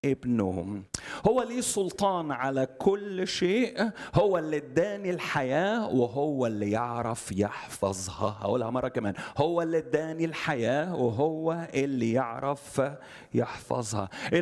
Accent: Alexandria, Alexandria Governorate, Egypt; انا اسكندراني صعيدي اه، بس اسكندراني. عندنا خناقاتنا احنا الاسكندرانيه

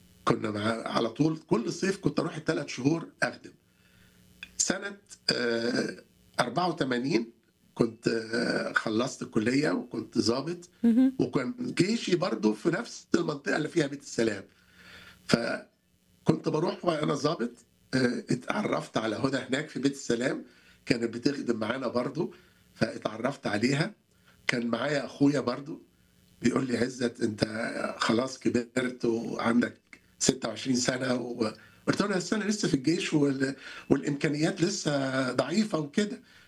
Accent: Egypt; هنا في مصر عندنا

